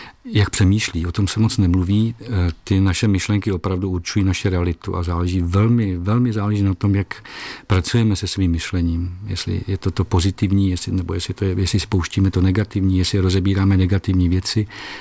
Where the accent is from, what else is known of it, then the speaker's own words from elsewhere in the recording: Vysočina Region, Czechia; born there; Jsem Čech, narozen na Vysočině a je mi 62 letos.